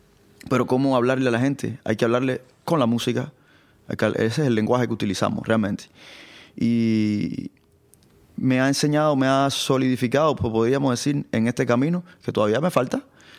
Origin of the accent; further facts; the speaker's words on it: Santiago de Cuba, Cuba; moved away; yo vengo de Santiago de Cuba, donde hay mucha tradición, donde yo respiraba, yo pasaba por la Casa de la Trova y oía a … o sea, eso era como parte ya de mi cultura